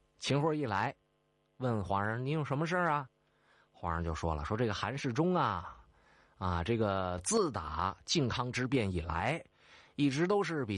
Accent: Northeast China, China; accent: Northeastern dialect; 用我们东北话来说

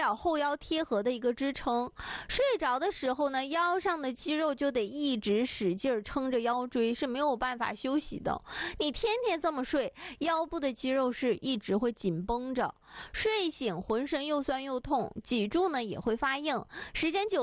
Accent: Northeast China, China; 咱们东北人均DNA 里面就有会种菜的基因

